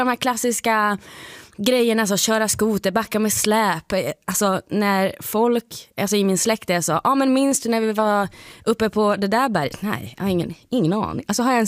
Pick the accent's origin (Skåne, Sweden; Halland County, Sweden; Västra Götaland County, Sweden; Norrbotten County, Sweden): Norrbotten County, Sweden; Luleå; accent: Stockholm; now in Stockholm, Sweden; Och som, jag kommer från Luleå. Som alla hör så har jag någon slags konstig stockholmska som jag sitter här.